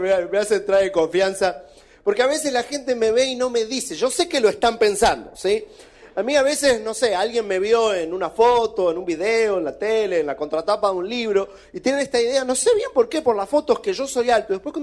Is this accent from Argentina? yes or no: yes; Argentina; accent: mixed; moved away; also born or lived in California; soy argentino, aunque vivo hace muchos años afuera, así que mi acento quizás es un poquito extraño.